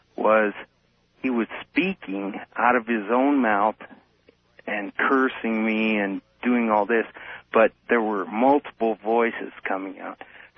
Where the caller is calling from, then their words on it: Denver, Colorado, United States; I'm calling from Denver.